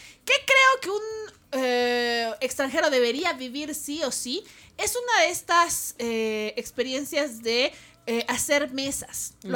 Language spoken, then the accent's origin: Spanish; La Paz, Bolivia; soy colla, soy paseñísima de la vida